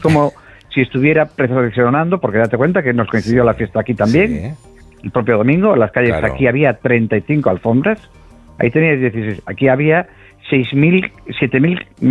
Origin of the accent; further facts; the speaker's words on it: Ponteareas, Galicia, Spain; Somos de Ponta Areas y aunque